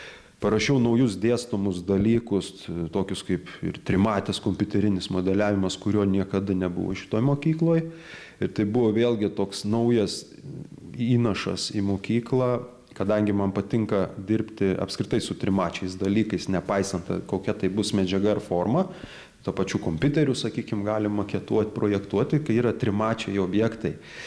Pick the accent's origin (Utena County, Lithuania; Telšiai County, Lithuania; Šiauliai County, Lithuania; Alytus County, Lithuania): Telšiai County, Lithuania; Telšiai; born there; moved away as an adult; now in Kaunas, Lithuania; įstojau į Kauną į magistrantūrą ir pasilikau Kaune. Tai čia, taip pajokaujant, gimiau Telšiuose